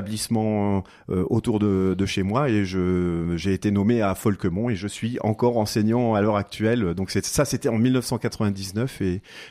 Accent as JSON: {"language": "French", "region": "Grand Est", "country": "France", "tie": "born or raised there", "also_born_or_lived": "Saint-Avold", "said": "je suis un produit 100% mosellan, né à Saint-Avold et résident pendant toute ma jeunesse dans une petite bourgade qui s'appelle Zimin"}